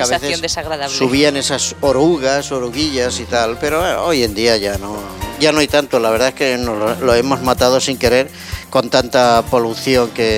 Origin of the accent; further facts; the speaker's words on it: Barcelona, Catalonia, Spain; yo al salir de mi casa, donde yo nací, en Barcelona